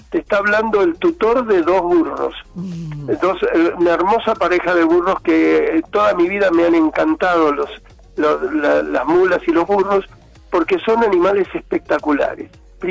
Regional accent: Argentina; Y hay tanta cosa que no recuperamos los argentinos.

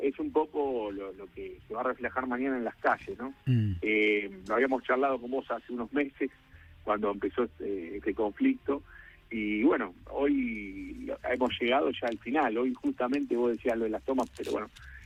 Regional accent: Buenos Aires, Argentina; Yo soy de la UBA y de Buenos Aires.

